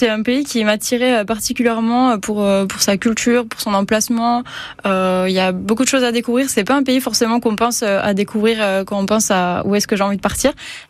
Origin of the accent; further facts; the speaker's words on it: Vesoul, Bourgogne-Franche-Comté, France; also born or lived in Belfort / Toulouse; Alors j'ai grandi en Haute-Saône. Je suis née à Vesoul, j'ai fait mon lycée, mon collège à Vesoul